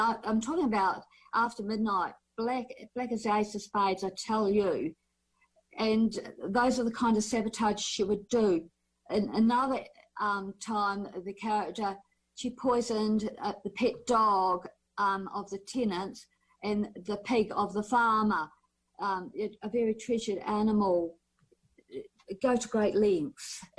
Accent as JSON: {"language": "English", "country": "New Zealand", "tie": "born or raised there"}